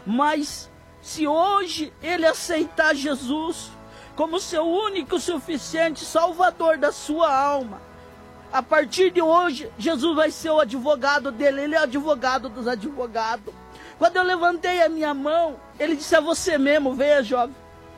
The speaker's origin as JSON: {"language": "Portuguese", "town": "Curitiba", "region": "Paraná", "country": "Brazil", "also_born_or_lived": "Santa Catarina", "said": "sou da cidade de Curitiba, mas nascido em Santa Catarina."}